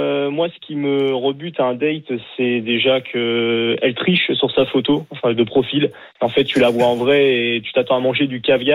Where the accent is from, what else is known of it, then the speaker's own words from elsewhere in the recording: Trouville-sur-Mer, Normandy, France; born there; also born or lived in Deauville; now in Caen, France; Alors, je suis né à Deauville, mais en effet, j'ai habité à Trouville, quoi.